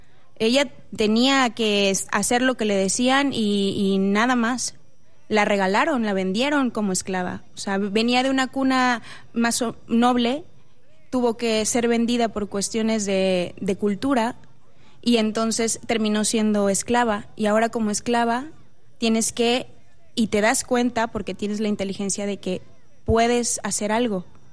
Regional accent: Mexico; mexicanos somos y tenemos acentos diferentes porque venimos de muchos lugares de México

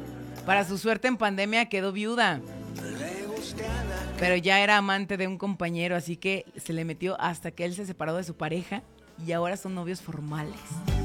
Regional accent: Guadalajara, Jalisco, Mexico; Yo soy de Guadalajara, posdata, yo soy de Guadalajara y me vine a vivir acá también por él

